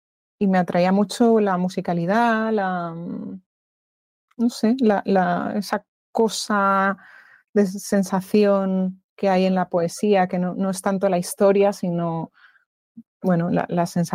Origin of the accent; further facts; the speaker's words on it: Madrid, Community of Madrid, Spain; yo soy muy de Madrid, me encanta Madrid, también sacándole todas las pegas que tiene muchísimas, pero yo estoy muy a gusto en mi ciudad, me gusta mucho la historia de aquí